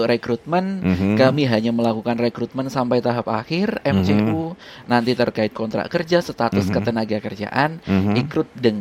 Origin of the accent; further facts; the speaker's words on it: Surabaya, East Java, Indonesia; Kalau kami dari Surabaya.